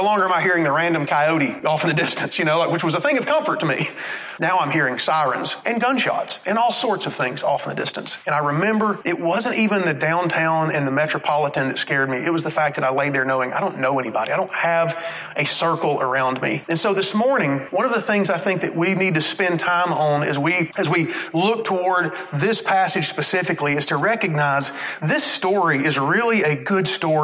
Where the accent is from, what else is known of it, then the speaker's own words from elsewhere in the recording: Alabama, United States; moved away; I'm from Alabama.